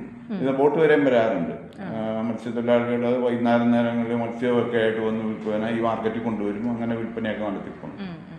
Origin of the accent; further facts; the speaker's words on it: Kanjiramattom, Kerala, India; ഞാൻ കാഞ്ഞിരമറ്റം സ്വദേശിയാണ്.